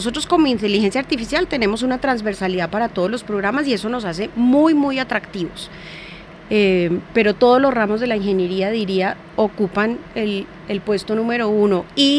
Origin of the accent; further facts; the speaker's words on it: Bogotá, Bogotá Capital District, Colombia; como bogotanos, como colombianos